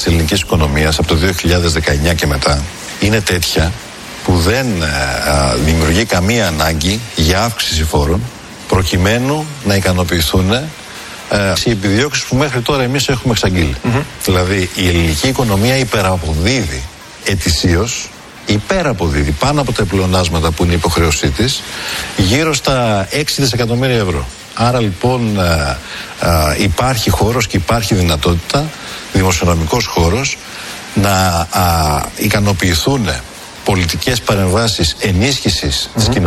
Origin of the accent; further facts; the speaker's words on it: Macedonia, Greece; αλλά ως Μακεδόνας, από τη στιγμή που πρόδωσε τη Μακεδονία, μου είναι απεχθής.